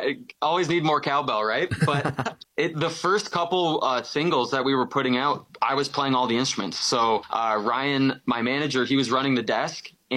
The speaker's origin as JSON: {"language": "English", "town": "Fort Erie", "region": "Ontario", "country": "Canada"}